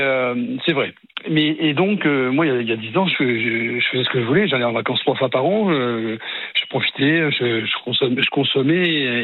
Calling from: Saint-Malo, Brittany, France

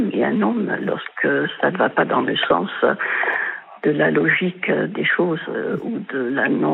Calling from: Ajaccio, Corsica, France; J'habite en Corse du Sud, à Sartène. Ah. Je suis ajaxienne.

